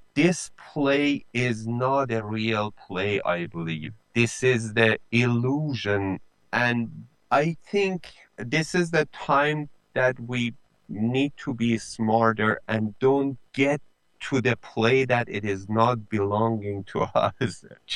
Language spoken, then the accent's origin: English; Iran; English is a second language; just let me talk to this person who is from, I don't know, from the US that is fighting with me that I'm coming from Iran.